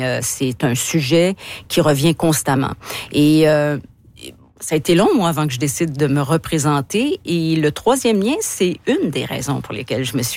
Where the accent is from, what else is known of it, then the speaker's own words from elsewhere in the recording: Lévis, Quebec, Canada; Je suis de la Chaudière, puis même Lévis